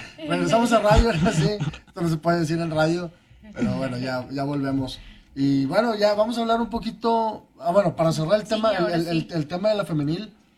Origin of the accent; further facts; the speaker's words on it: Asturias, Spain; No, yo soy de Asturias, pero...